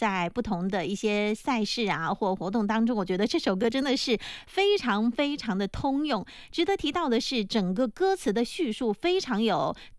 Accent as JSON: {"language": "Chinese", "town": "Quanzhou", "region": "Fujian", "country": "China", "said": "展现的是我们泉州人爱拼敢赢的这种精神风貌。"}